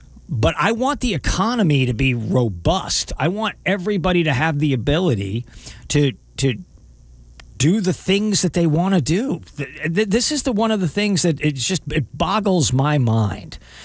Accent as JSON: {"language": "English", "country": "United States", "said": "I happen to like being an American."}